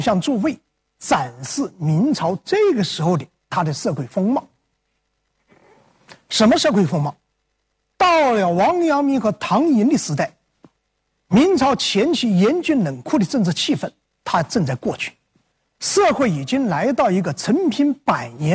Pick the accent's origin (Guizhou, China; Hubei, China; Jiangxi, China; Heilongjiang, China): Jiangxi, China; Ji'an; 那就是我的家乡江西吉安，吉安府。